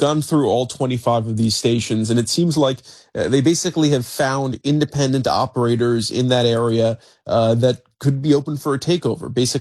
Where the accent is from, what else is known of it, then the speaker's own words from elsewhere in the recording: Long Island, New York, United States; accent: Long Island; I'm still a Long Islander at heart, so you do hear you do hear it come out once in a while.